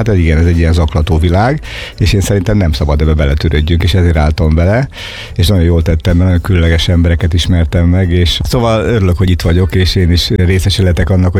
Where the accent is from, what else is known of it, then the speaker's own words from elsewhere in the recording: Battonya, Békés, Hungary; Én Batonyán nőttem fel, egy kis faluban ráadásul, tehát hogy nem is egy nagyváros elhagyatott utcáján, hanem ott mindenki ismert mindenkit